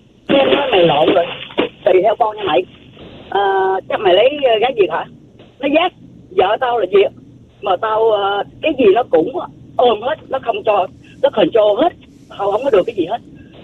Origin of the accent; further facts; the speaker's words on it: United States; Thật sự là em lớn lên ở Mỹ. Và nghĩa là em qua đây lâu rồi, gia đình em qua lâu rồi.